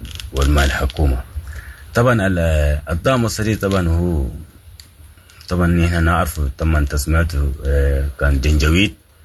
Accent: Sudan; نعم نحن قاعدين نتابعوا كسودانيين وفقدنا الوطن نتالب عن قضايانا

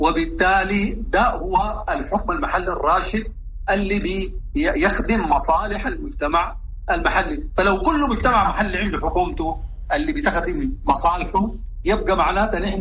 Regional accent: Sudan; نحن عندنا في السودان

